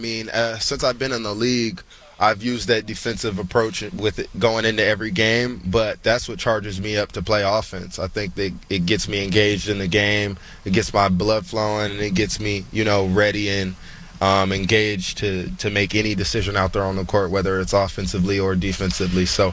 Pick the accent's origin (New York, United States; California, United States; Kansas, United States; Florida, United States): California, United States; Long Beach; also born or lived in Beverly Hills, California; now in Cleveland, United States; But I'm from Long Beach, born and raised.